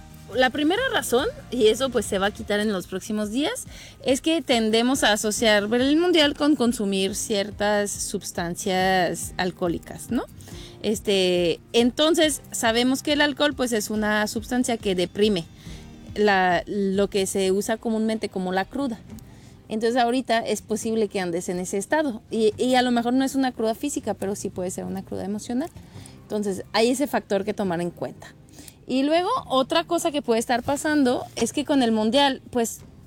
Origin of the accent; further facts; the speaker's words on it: France; accent: French; Spanish is a second language; moved away as an adult; now in Chihuahua, Mexico; yo soy de Francia, por eso el acento medio a veces raro. Soy de acá, yo viví toda mi vida aquí, crecí todo, la universidad aquí. Y pues llegué a Chihuahua, ¿no? Después.